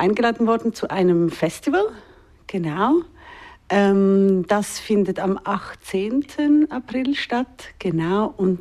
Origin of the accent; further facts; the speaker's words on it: Solothurn, Switzerland; now in Zurich, Switzerland; aus der Schweiz, aber nicht aus dem Kanton Zürich ursprünglich. Ich bin im Kanton Solothurn aufgewachsen.